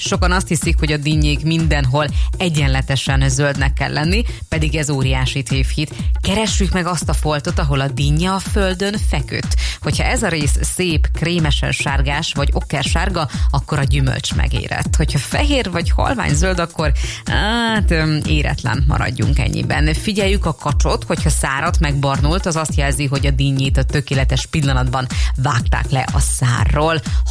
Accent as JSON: {"language": "Hungarian", "country": "Hungary"}